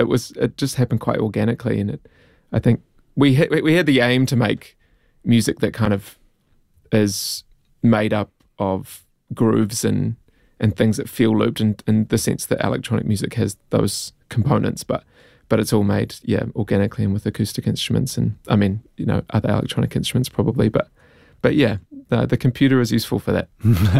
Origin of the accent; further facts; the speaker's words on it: Dunedin, Otago, New Zealand; I'm from Dunedin